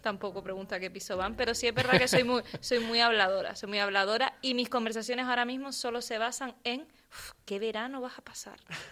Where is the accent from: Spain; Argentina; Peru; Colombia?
Spain; Santa Lucía de Tirajana, Canary Islands; born there; now in Las Palmas de Gran Canaria, Spain; Mi municipio, donde nací, donde está toda mi familia, es Santa Lucía de Tirajana. Pero ahora estoy viviendo Las Palmas